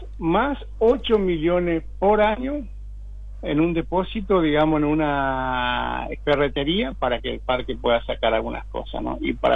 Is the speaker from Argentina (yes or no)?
yes; Puerto Iguazú, Misiones, Argentina; somos de acá de Iguazú